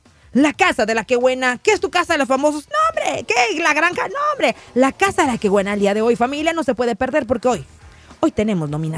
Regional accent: Rosarito, Baja California, Mexico; Yo que soy de Rosarito

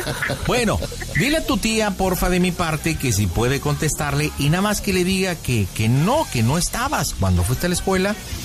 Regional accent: Xochimilco, Mexico City, Mexico; Mire, yo cambio y cambio mi forma de hablar, pues que me va a costar porque así nací yo, pues yo soy del barrio, acá del Xochimilco.

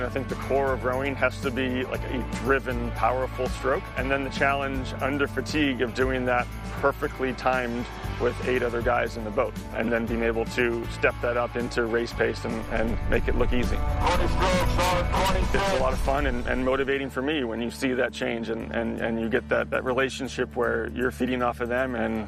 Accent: British Columbia, Canada; moved away as an adult; now in Berkeley, United States; I grew up near Vancouver, up in Canada. I came down to row for the team 20, 25 years ago

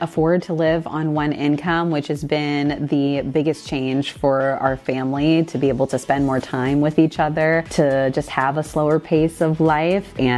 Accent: United States; moved away as an adult; now in Syros, Greece; I'm just seen as an American here.

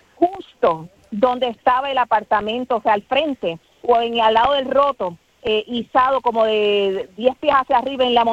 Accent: Puerto Rico; los americanos que estamos aquí somos nosotros los puertorriqueños, el Colegio de Médicos de Puerto Rico

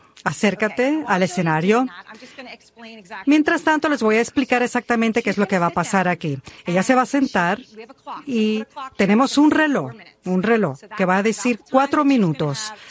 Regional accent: Burleson, Texas, United States; Vengo de Burleson, Texas. Y también yo vengo de muchas generaciones aquí en Texas, desde la Revolución. Sí, son muy buenos tejanos.

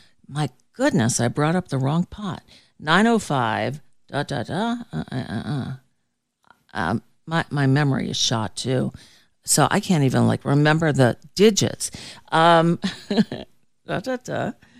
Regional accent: United States; I'm American.

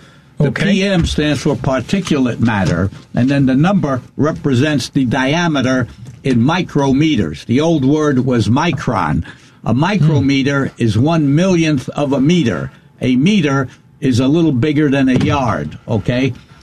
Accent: New York, United States; also born or lived in Denver, Colorado / Israel; now in Long Island, United States; when I was growing up in New York, which was a lot of the time

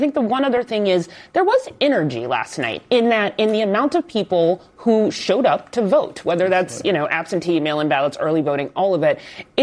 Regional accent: Texas, United States; I am from Texas.

